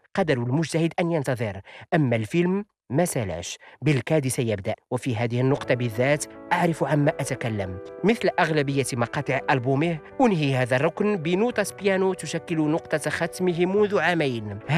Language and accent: Arabic; Sefrou, Fès-Meknès, Morocco; أتجول وسط صفرو وأستمع بتركيز، وتعمدت هنا ذكر اسم صفرو لأني مثل … مجبر أنني انهز بمدينتي.